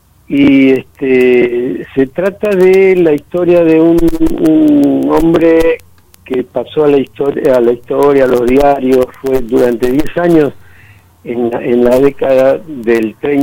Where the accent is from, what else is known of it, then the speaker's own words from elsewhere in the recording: Córdoba, Argentina; also born or lived in Buenos Aires; porque yo soy de Córdoba y viví en Buenos Aires de chico, y se hablaba de ese vasco que había existido